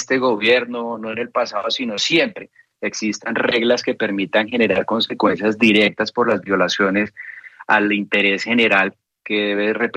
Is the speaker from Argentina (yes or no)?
no; Colombia; los inversionistas de Ecopetrol somos todos los colombianos